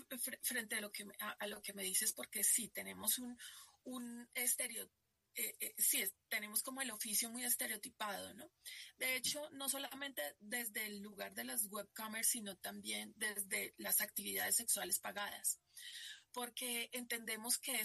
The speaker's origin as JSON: {"language": "Spanish", "region": "Bogotá", "country": "Colombia", "said": "pues porque yo soy Rola y estoy enamoradísima de Bogotá."}